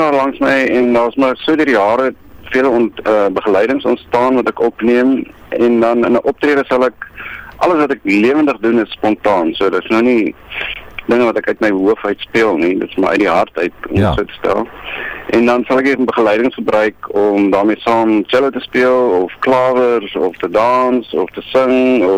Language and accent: Afrikaans; Johannesburg, Gauteng, South Africa; Ek is Mara Johannesburger in bloed. My pa was 'n dominee, my ma was musiekonderwyseres, in die 70er jare het ek maar opgegroei binnen die klassieke wêreld.